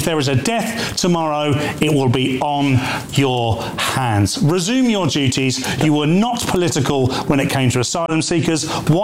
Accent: Portsmouth, South East England, United Kingdom; born there; I was born in Portsmouth. I grew up around the sea.

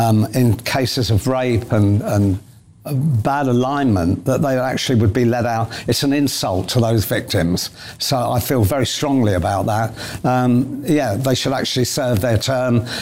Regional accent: Catford, London, United Kingdom; When I was a kid growing up in Catford, you wouldn't actually go off the straight now because you could end up in Borstal.

